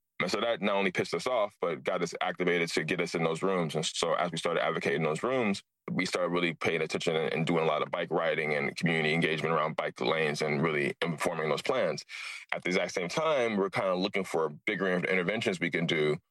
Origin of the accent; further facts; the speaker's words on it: Los Angeles, California, United States; I grew up in South LA and I'm born in Angela, very, very much diehard Angeleno here, and was born and raised in a community where issues of displacement, gentrification were starting to come to the forefront.